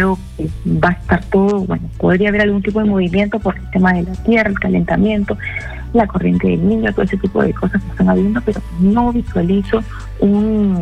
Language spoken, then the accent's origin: Spanish; Peru; somos muy respetados y muy queridos en Argentina los peruanos